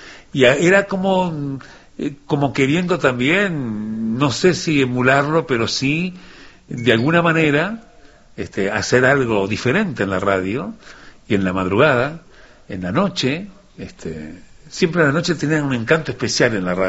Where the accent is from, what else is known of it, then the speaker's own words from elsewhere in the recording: Paysandú, Uruguay; moved away; cuando recién llegué de Paysandú, vivía en una pensión en Isla de Flores